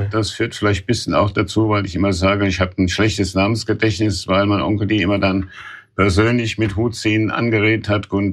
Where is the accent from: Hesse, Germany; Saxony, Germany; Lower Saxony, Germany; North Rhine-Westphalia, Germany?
Hesse, Germany; Raunheim; Alt-Raunheimer, ich bin in Raunheim nicht nur aufgewachsen.